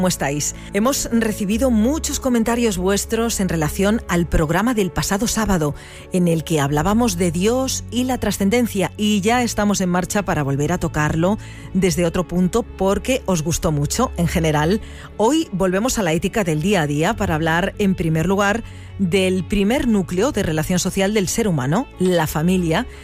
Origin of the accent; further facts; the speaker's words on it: Community of Madrid, Spain; accent: Madrid; Y nosotros aquí con nuestro acento de Madrid.